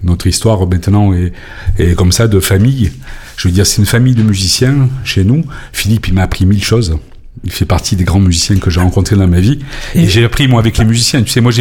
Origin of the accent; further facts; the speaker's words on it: Italy; Comme je suis italien, moi aussi. Les Italiens sont très durs.